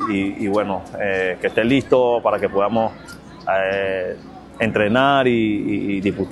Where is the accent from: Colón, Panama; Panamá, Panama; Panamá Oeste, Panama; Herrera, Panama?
Colón, Panama; los colonenses que tenemos que ir a viajar a otros lugares